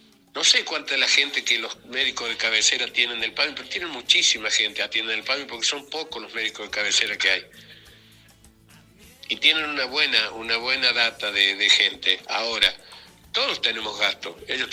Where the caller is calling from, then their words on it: Argentina; de Barrio Los Mirantes.